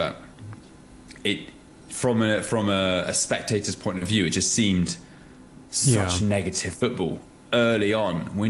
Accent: England, United Kingdom; moved away; And that's the frustrating thing as an English fan.

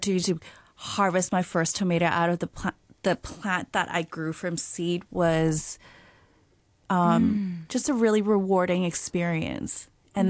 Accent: Hong Kong; also born or lived in Shanghai; I mean, I grew up partly in Hong Kong and in Shanghai.

